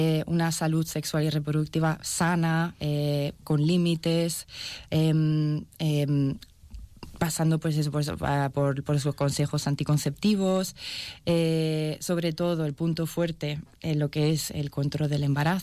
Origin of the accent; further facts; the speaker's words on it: Spain; accent: southern Spanish; now in Catalonia, Spain; Como se puede escuchar por mi acento, yo soy del sur.